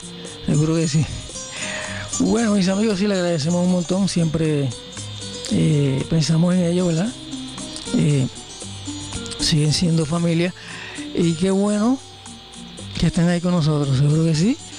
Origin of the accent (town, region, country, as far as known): Puerto Rico